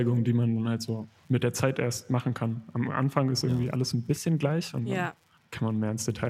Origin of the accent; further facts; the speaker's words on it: Rostock, Mecklenburg-Vorpommern, Germany; now in Dresden, Germany; Ja, ich aus Rostock.